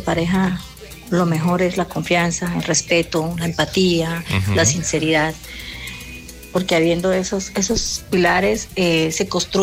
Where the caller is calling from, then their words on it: La Victoria, Colombia; desde La Victoria